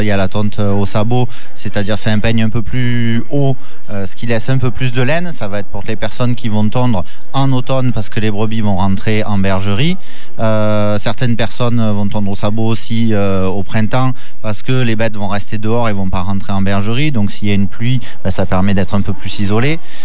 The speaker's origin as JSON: {"language": "French", "town": "Saint-Martin-de-Crau", "region": "Provence-Alpes-Côte d'Azur", "country": "France", "said": "Alors, moi, je suis de Saint-Martin-de-Croix, entre Arles et Salon de Provence."}